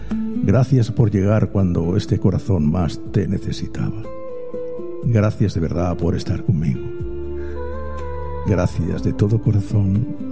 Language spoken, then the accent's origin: Spanish; Spain; Me siento español porque soy español y porque amo mi bandera, que por cierto, tan bonita es.